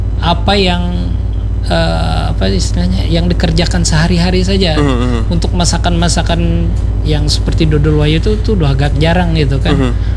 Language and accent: Indonesian; Marabahan, South Kalimantan, Indonesia; born there; Kalau saya di kelahiran Marabahan.